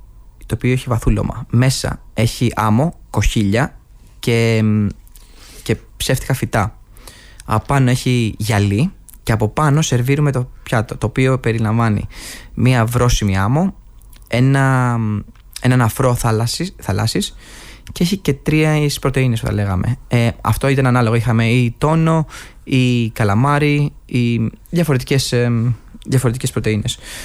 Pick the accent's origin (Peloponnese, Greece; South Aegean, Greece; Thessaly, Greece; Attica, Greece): Attica, Greece; Aegina; είμαι από την Αίγινα, από ένα νησάκι. Λοιπόν, τα παιδικά μου χρόνια είναι δίπλα στη θάλασσα.